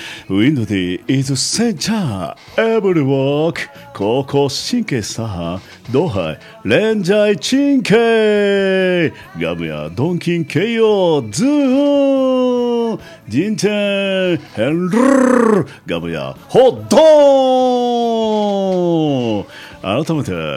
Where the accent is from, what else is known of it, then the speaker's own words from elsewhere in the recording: Kochi, Japan; moved away; 高知県出身でセクシー&ダンディボイスの